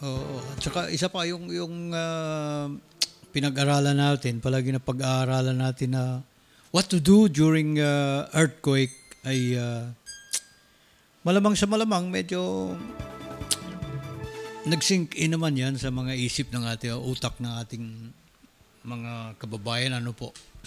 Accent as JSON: {"language": "Tagalog", "town": "Davao", "region": "Davao Region", "country": "Philippines", "tie": "born or raised there", "said": "Sa Davao mismo, yung hometown ko, ang tinumbok agad ng kwento."}